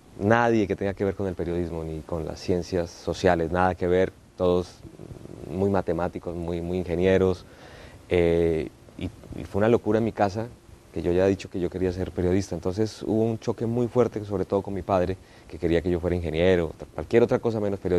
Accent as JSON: {"language": "Spanish", "region": "Andean interior", "country": "Colombia", "tie": "born or raised there", "also_born_or_lived": "Calamar, Bolívar", "said": "yo me crié en el interior"}